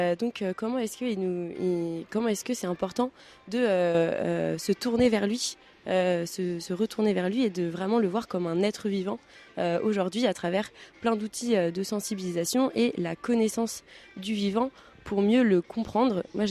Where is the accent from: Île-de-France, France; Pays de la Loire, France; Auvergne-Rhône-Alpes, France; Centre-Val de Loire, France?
Pays de la Loire, France; La Tranche-sur-Mer; alors que j'ai grandi à la Tranche-sur-Mer, à 500 mètres de la plage.